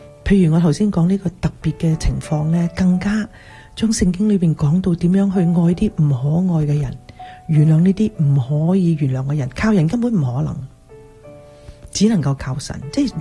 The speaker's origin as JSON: {"language": "Chinese", "country": "China", "said": "你知道我们中国人最懂埋头苦干将事做好"}